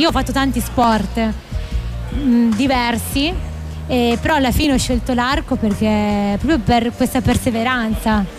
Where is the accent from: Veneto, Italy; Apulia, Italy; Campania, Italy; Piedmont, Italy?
Piedmont, Italy; Turin; moved away as an adult; also born or lived in London; now in Perugia, Italy; in realtà sono di Torino, però adesso è un anno che sono qui in Umbria.